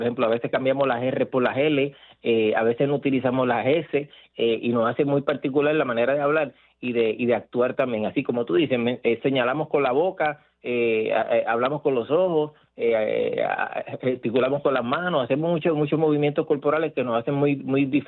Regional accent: Puerto Rico; por qué yo pienso que el boricua es distinto, ya sea en la manera de actuar, en la manera de hablar, cómo resolvemos nuestros problemas

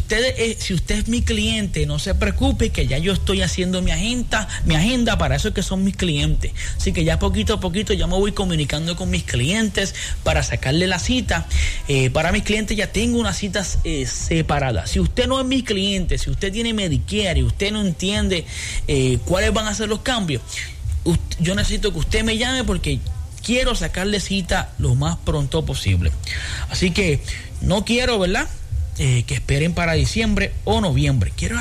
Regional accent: Puerto Rico; Somos hispanos, especialmente nosotros los puertorriqueños

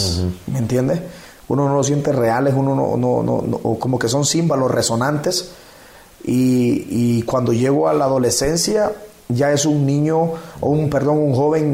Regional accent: La Labor, Ocotepeque, Honduras; moved away as an adult; also born or lived in Santa Rosa de Copán; now in Ecuador; Soy hondureño. Nací en un pueblo del municipio de La Labor, en Ocotepeque.

